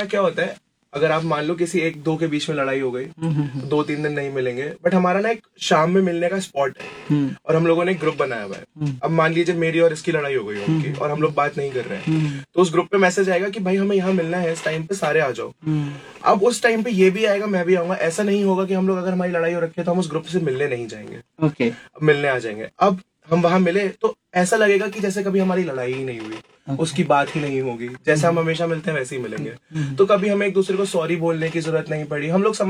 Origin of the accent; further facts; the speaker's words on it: Moradabad, Uttar Pradesh, India; मैं civil lines से।